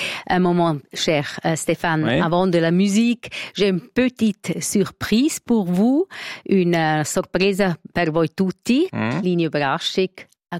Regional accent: Graubünden, Switzerland; ich bin in Engadin aufgewachsen, als Bergmeidli.

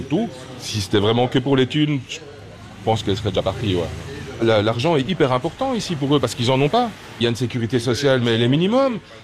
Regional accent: Belgium; Moi, je suis belge, donc je fais beaucoup de frites au restaurant.

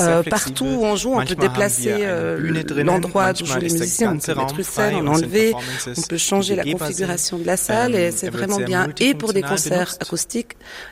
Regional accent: Romandy, Switzerland; moi, en tant que romande

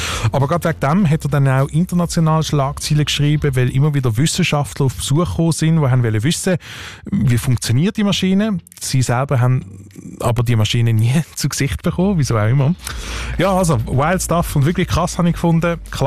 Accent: Switzerland; denkst dann, so etwas könnte also bei uns in der Schweiz nie möglich sein.

